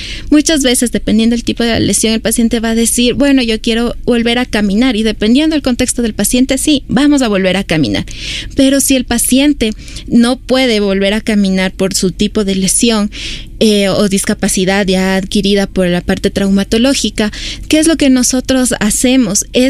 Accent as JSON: {"language": "Spanish", "country": "Ecuador", "said": "nosotros como cultura latina, como cultura ecuatoriana"}